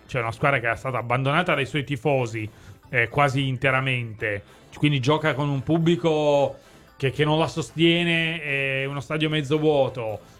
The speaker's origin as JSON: {"language": "Italian", "country": "France", "said": "Sono un francese, Paris Saint-Germain è partito male..."}